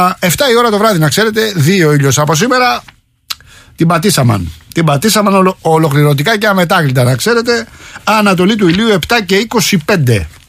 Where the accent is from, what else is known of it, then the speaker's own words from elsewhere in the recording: Rafina, Attica, Greece; Εδώ στο Λεκανοπέδιο 14 ο Βενιζέλος, 19 στη Ραφίνα την πατρίδα μου.